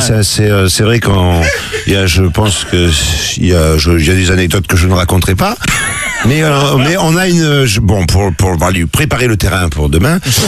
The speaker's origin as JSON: {"language": "French", "town": "Marseille", "region": "Provence-Alpes-Côte d'Azur", "country": "France", "said": "Et moi autant je suis Marseillais, j'ai roulé sans assurance, sans casque jusqu'à l'âge de 20 ans."}